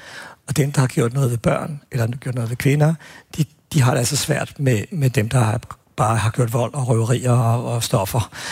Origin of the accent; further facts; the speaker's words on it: Albertslund, Capital Region of Denmark, Denmark; jeg voksede op i Appelslund, hvor vi havde to fængsler.